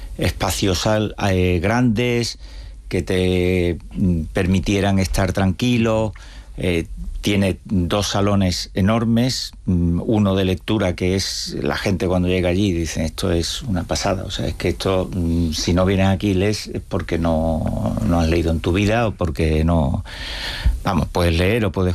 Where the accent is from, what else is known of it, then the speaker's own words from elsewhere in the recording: Seville, Andalusia, Spain; accent: Sevillian; also born or lived in Cantabria; yo, mi acento me denuncia y soy y he vivido toda mi vida en Sevilla, pero nací en Cantabria